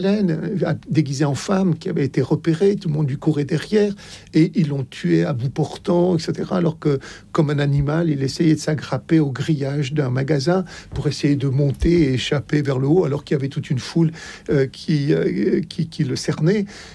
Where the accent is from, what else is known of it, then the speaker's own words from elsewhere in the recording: Oran, Oran Province, Algeria; Je suis né à Oran.